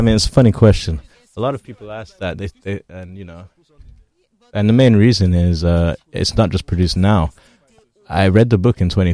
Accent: London, United Kingdom; also born or lived in United States; I mean, again, it's public knowledge. I grew up in London. I grew up in the US.

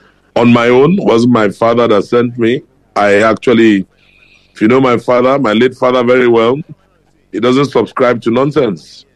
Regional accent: Kaduna, Kaduna State, Nigeria; I'm from Kaduna.

